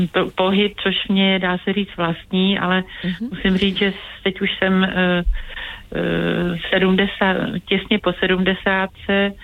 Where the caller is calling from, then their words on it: Liberec, Liberec Region, Czechia; Dobrý den, já jsem posluchačka z Liberce.